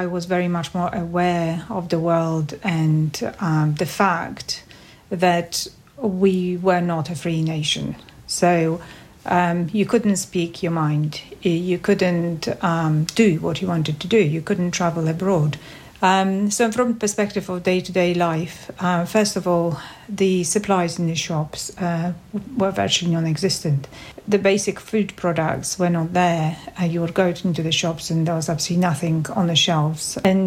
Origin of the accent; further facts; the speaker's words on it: Warsaw, Masovian Voivodeship, Poland; I was born in Warsaw in Poland in 1966.